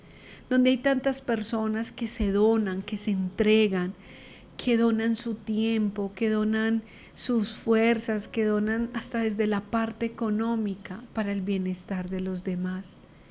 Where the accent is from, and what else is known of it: Colombia